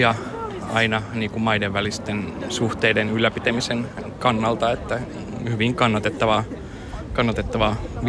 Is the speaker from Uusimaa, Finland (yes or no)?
yes; Helsinki, Uusimaa, Finland; Helsinki.